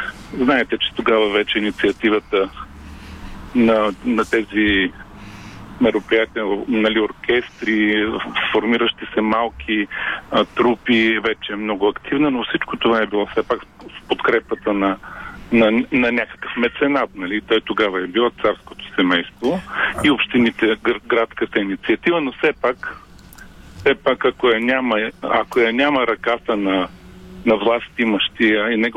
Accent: Varna, Varna Province, Bulgaria; Аз съм израснал в сградата на Варненското радио, както и по обектите, които все пак той отразяваше.

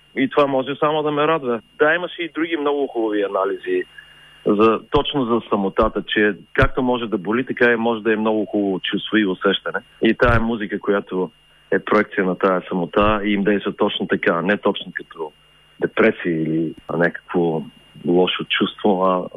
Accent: Gotse Delchev, Blagoevgrad Province, Bulgaria; also born or lived in Flensburg, Germany; Аз съм от Гоце Делчев и тъй като се прибрах тук заради майка ми да съм по-близо до нея

